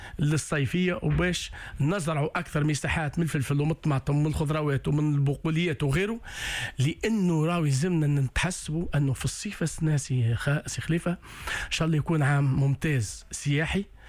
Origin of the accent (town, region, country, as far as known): Tunisia